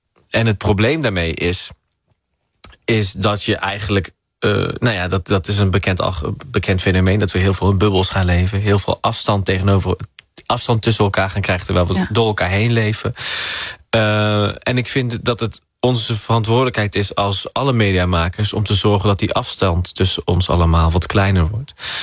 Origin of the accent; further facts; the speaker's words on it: Netherlands; Toen denk ik, ja, maar ik ben ook Marokkaans.